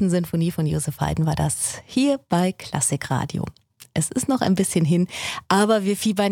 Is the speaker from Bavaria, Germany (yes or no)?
yes; Nuremberg, Bavaria, Germany; born there; Wir kommen in 15 Orte in Deutschland und Österreich und auch in meine Geburtsstadt nach Nürnberg.